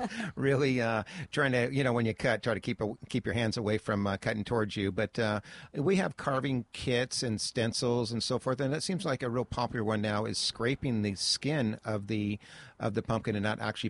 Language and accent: English; Washington, United States; now in Ventura, United States; growing up in Washington, I was always out in the woods, cutting firewood and so forth.